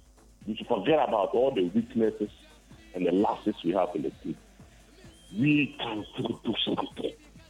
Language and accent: English; Ghana; This kind of being pessimistic, and you call as a Ghanaian, you should be an optimist.